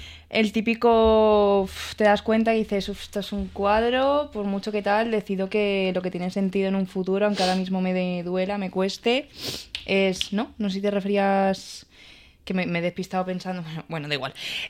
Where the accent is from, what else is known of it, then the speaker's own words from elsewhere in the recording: Cuenca, Castilla-La Mancha, Spain; moved away as an adult; now in Madrid, Spain; yo soy de Cuenca